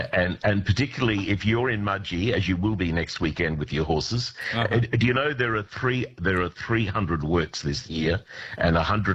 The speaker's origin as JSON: {"language": "English", "town": "Bathurst", "region": "New South Wales", "country": "Australia", "tie": "born or raised there", "said": "I'm often be criticised for, you know, for criticising my hometown of Bathurst."}